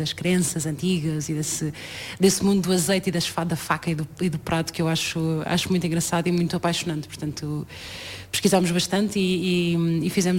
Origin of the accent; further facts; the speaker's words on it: Portugal; o quebranto na verdade surge na minha família como uma palavra da zona onde eu nasci, onde cresci, ali a zona da beira litoral, ou seja, Pombal, Figueira da Foz, aquela zona por ali